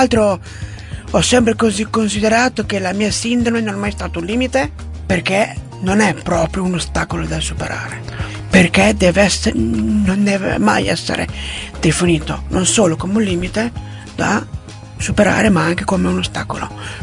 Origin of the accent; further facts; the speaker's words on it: Castelfranco Emilia, Emilia-Romagna, Italy; ho 30 anni, vengo dalla provincia di Modena, ovvero Castelfranco Emilia